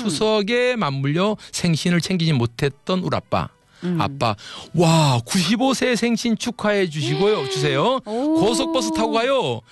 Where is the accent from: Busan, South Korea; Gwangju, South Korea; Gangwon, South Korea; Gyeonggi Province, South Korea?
Gangwon, South Korea; Gangneung; 강릉 제일교회. 제일 장로교단인데요. 네. 예. 제일교회. 저는 그 교회에서 어릴 때부터 태어났고.